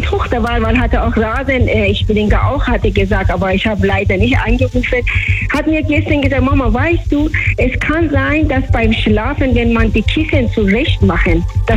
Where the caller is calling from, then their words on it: Fürth, Bavaria, Germany; Ich rufe aus Furt an.